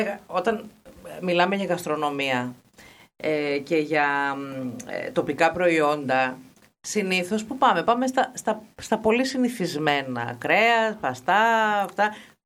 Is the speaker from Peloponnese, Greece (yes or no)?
yes; Peloponnese, Greece; οι ντόπιοι, οι μεσίνοι